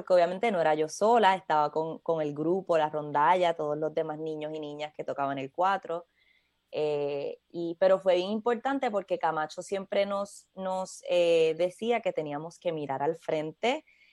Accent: Caguas, Puerto Rico; born there; also born or lived in Vega Alta; Sí, nací en Caguas, pero cuando empecé a tocar el cuatro... yo vivía en Vega Alta

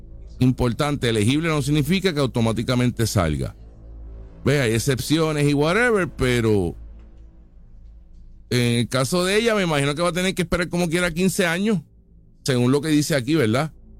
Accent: Aibonito, Puerto Rico; esta situación que ocurrió en mi pueblo de Ay Bonito, en mi hermoso pueblo de Ay Bonito.

